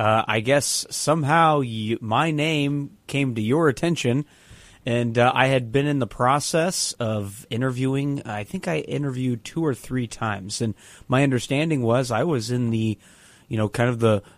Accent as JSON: {"language": "English", "town": "East Peoria", "region": "Illinois", "country": "United States", "said": "As a local person, I'm from East Peoria"}